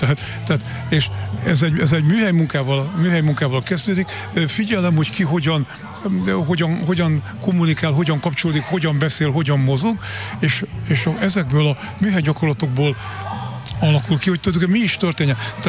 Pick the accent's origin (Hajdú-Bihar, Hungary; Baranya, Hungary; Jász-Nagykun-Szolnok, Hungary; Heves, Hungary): Jász-Nagykun-Szolnok, Hungary; Jászboldogháza; moved away as an adult; now in Szolnok, Hungary; Én azért jöttem ide Jász Boldogházára, mert én Jász Boldogházán születtem, és életem első 21-22 évét itt ezen a településen éltem